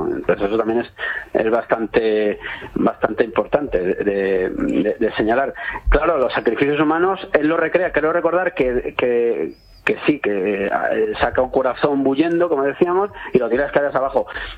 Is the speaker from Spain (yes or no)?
yes; Cuenca, Castilla-La Mancha, Spain; En mi pueblo, en Cuenca estoy.